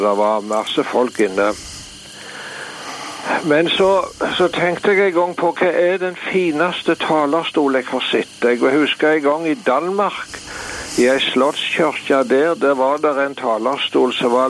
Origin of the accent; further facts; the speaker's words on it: Varhaug, Rogaland, Norway; Jeg huset hjemme på Varhau, på det gamle, der som jeg vokste opp, på det gamle forsamlingshuset der.